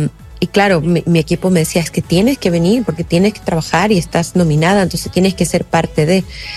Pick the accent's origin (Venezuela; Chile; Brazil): Chile